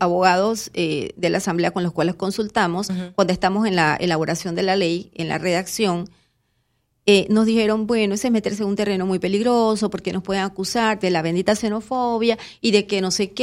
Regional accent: Panama

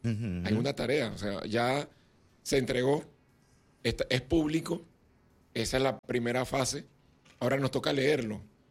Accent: Panama; ahora nos toca una tarea como panameños.

